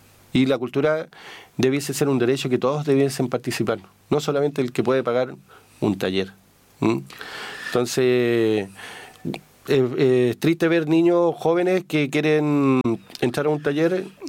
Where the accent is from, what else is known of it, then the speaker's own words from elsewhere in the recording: Chile; somos chilenos